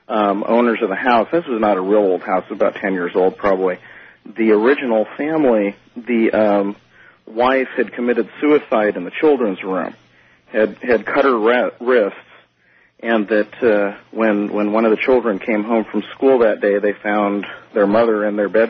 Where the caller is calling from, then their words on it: Sacramento, California, United States; from Sacramento.